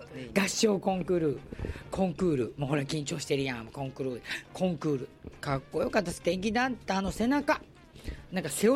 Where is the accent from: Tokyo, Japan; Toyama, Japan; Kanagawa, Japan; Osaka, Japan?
Osaka, Japan; 私も大阪人なので